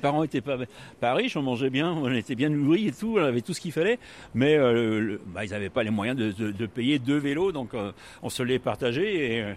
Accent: Saint-Brieuc, Brittany, France; now in Dinan, France; À 60 km de là, donc à 50-60, à Saint-Brieuc. Mais ça n'a pas bougé comme a pu bouger Dinan. Bon, on y habite depuis 40 ans

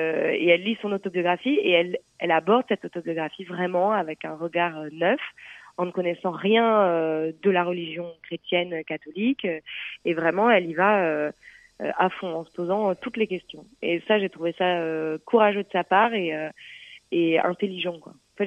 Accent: Paris, Île-de-France, France

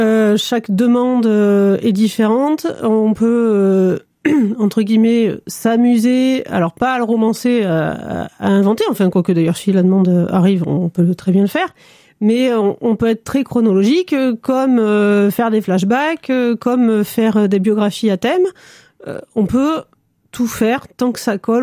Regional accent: Brive-la-Gaillarde, Nouvelle-Aquitaine, France; now in Limoges, France; je suis biographe, on en reparlera après. Et je suis originaire de Brive et je vis et exerce à Limoges.

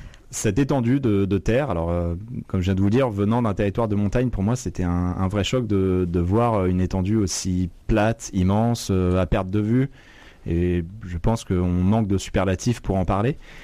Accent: Chamonix, Auvergne-Rhône-Alpes, France; Je viens moi-même d'un territoire de montagne, je suis né à Chamonix et j'ai grandi dans les Alpes, donc je sais ce que ça procure.

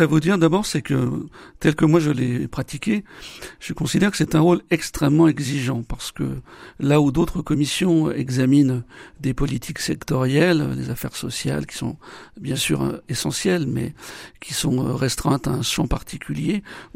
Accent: Saint-Étienne, Auvergne-Rhône-Alpes, France; Alors j'ai été député de la Loire, je suis stéphanois, j'ai été député de la Loire de 2017 à 2022

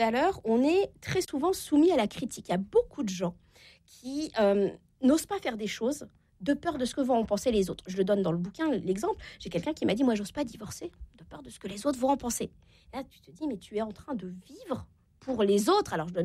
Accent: Normandy, France

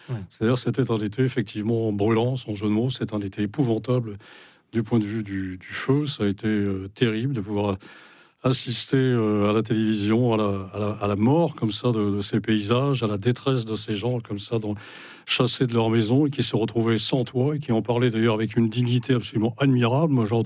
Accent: Brittany, France; Moi, je suis un vrai breton.

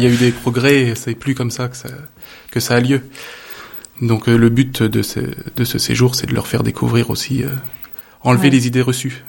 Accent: Nevers, Bourgogne-Franche-Comté, France; Moi, je suis originaire de Nevers, à la base, donc j'ai une bonne connaissance de Nevers.

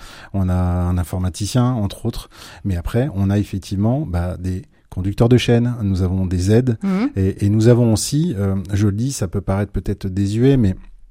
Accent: Hauts-de-France, France; moved away as an adult; now in Alençon, France; Je pense que je viens de l'Oise. Le week-end, ma maison est sur Amiens, mais je découvre l'Orne semaine après semaine depuis 7 mois.

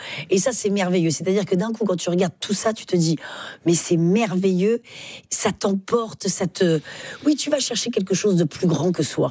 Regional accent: Occitanie, France; Oui, il faut dire que je viens des Cévennes. Donc, j'étais plutôt gardienne de chèvres.

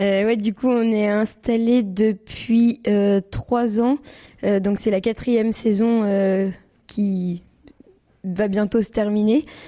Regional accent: Normandy, France; also born or lived in Picardy; now in South Manche, France; Avant, on habitait en Picardie. Sachant que moi je viens de Normandie aussi, mais de l'Orne.

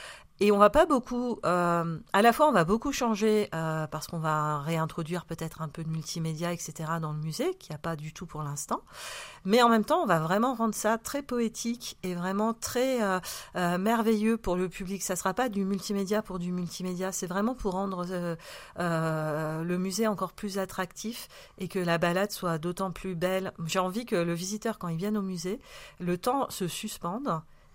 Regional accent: Metz, Grand Est, France; moved away as an adult; Je suis née, comme beaucoup, à la maternité Sainte-Croix qui existait encore. Et j'ai grandi au Sablon. Qui est mon quartier de naissance et de prédilection, rue de la Chapelle, près de l'église Sainte-Fiacre. Et voilà, c'est mon petit quartier coup de cœur de Metz.

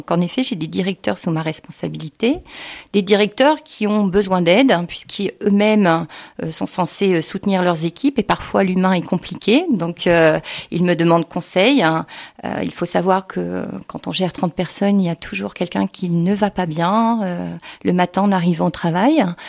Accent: Centre-Val de Loire, France; Je suis originaire du Loir-et-Cher et j'exerce depuis de nombreuses années en Touraine.

